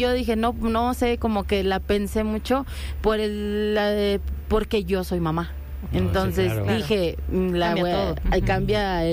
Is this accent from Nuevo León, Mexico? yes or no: no; Salamanca, Guanajuato, Mexico; moved away as an adult; now in Mexico City, Mexico; soy de Salamanca, Guanajuato.